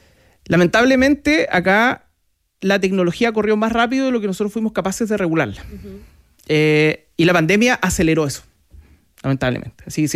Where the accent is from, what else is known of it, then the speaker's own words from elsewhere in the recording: Punta Arenas, Magallanes, Chile; Y yo soy de Punta Arenas, imagínate. Y era el PlayStation 1, recién llegado. Era uno de los pocos en Punta Arenas que tenía eso.